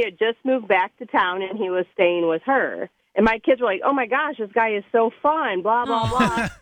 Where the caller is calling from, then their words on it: Fort Wayne, Indiana, United States; I'm from Fort Wayne.